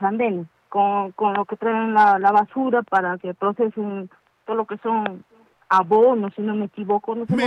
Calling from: Arequipa, Peru; yo soy del distrito de Alto Cerro Alegre

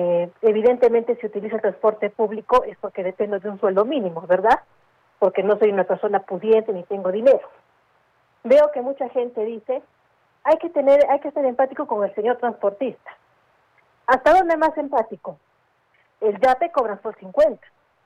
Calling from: Arequipa, Peru; Yo soy la ciudadana de Arequipa

